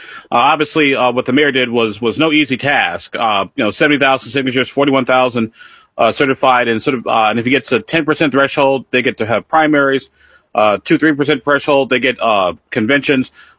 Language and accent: English; Illinois, United States; Like, well, I'm an Illini because I'm from Illinois. I mean, just 74 miles up the road.